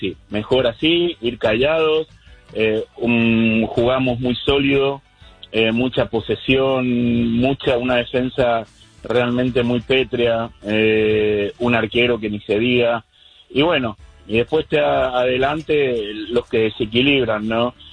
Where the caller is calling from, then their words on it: New York, United States; acá desde Nueva York